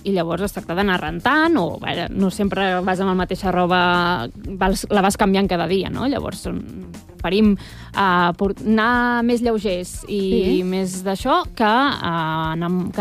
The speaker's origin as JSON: {"language": "Catalan", "town": "Cardedeu", "region": "Catalonia", "country": "Spain", "said": "Jo de Cardedeu."}